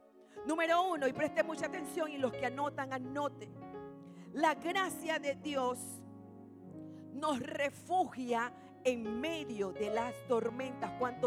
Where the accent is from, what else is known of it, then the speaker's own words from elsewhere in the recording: Panama; nosotros nos dolemos que no somos venezolanos, que somos panameños